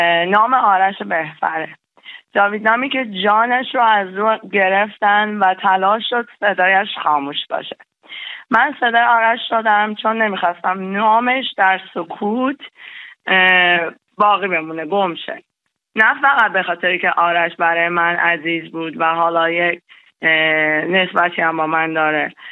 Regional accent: Iran; moved away; بگم که ایران تو هیچ وقت به ما زخم نزدی، این جمهوری اسلامی بود که به تو و به ما زخم زد. من سال هاست که از وطنم دورم

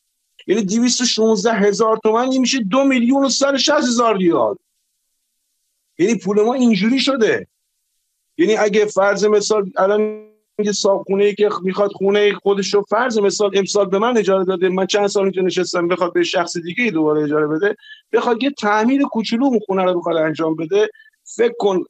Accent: Rasht, Gilan, Iran; من رشتی هستم ولی توی یکی از شهرهای جنوب کشور زندگی میکنم

